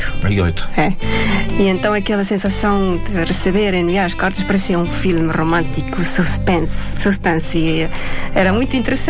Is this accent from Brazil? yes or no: no; Estonia; Portuguese is a second language; now in Portugal; Sim, porque eu também, tal coisa, eu ainda sou da Estónia, não é? Tenho algumas partes de cultura ainda muito fortes em mim, então gosto de ser uma pessoa muito prática.